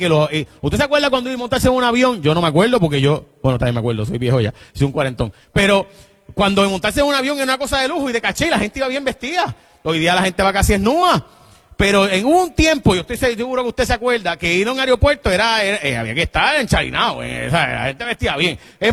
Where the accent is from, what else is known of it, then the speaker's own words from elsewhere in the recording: San Lorenzo, Puerto Rico; el barrio Jaguar de San Lorenzo, de donde yo soy